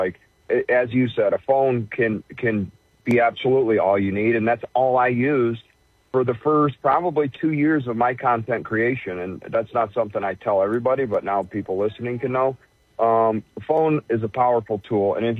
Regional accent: Ubly, Michigan, United States; I grew up in the Thumb of Michigan, specifically the Ubley area.

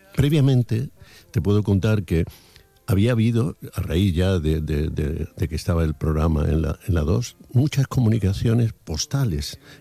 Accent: Andalusia, Spain; tengo con Miguel una relación como andaluz

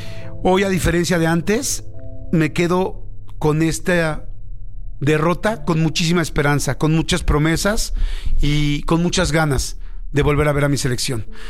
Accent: Mexico; Seguías poniendo la playera porque somos mexicanos y porque estamos ahí hasta el final

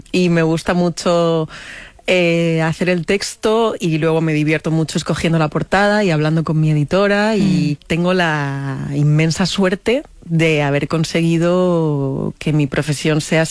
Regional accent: Madrid, Community of Madrid, Spain

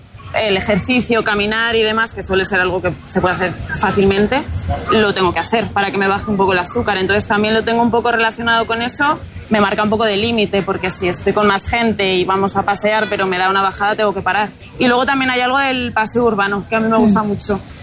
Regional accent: Segovia, Castile and León, Spain; Sí, yo soy de Segovia.

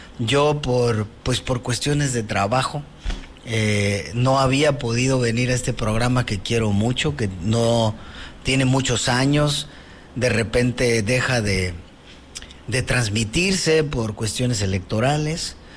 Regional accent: Acapulco, Guerrero, Mexico; El Fortín es maravilloso para los que somos de aquí de Acapulco.

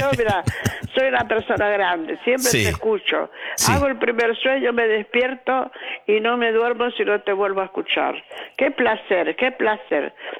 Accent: Italy; Spanish is a second language; now in Argentina; Soy italiana. Te digo algo. Soy italiana.

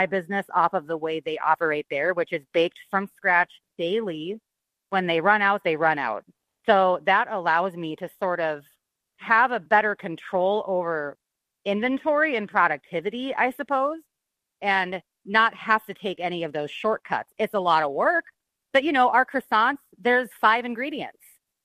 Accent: California, United States; That's something that I grew up drinking in Southern California.

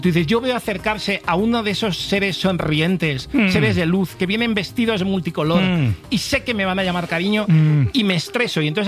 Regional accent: Madrid, Community of Madrid, Spain; O sea, yo soy madrileño, pero poco sociable.

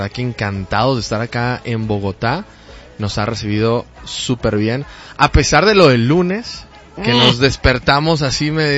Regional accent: Agua Prieta, Sonora, Mexico; born there; yo nací en un pequeño pueblo, en medio del desierto.

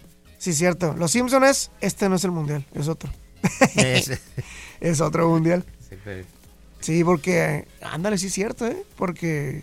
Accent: Mexico; Nadie las va a tener más que nosotros como mexicanos.

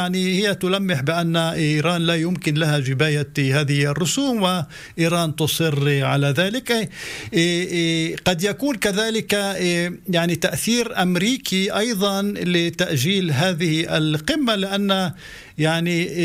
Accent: Saudi Arabia; ولا يمكن لنا كسعوديين أن نجلس في سلطنة عمان مع الإيرانيين

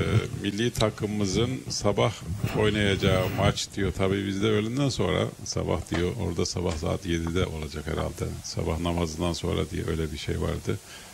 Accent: Ordu, Turkey; Asıl yerimiz ben Orduluyum ya. Ordu.

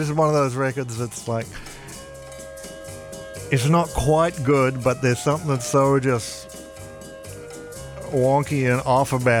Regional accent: Melbourne, Victoria, Australia; born there; also born or lived in Hawaii, United States; I grew up in Hawaii, lived there till I was about six, and then came over here to my mother's homeland, Melbourne. That's why I have this funny voice.

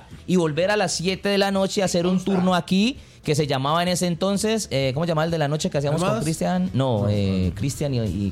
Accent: Colombia; Yo como colombiano, y pregúntele a la mayoría de gente

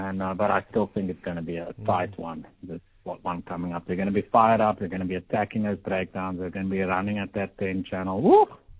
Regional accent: South Africa

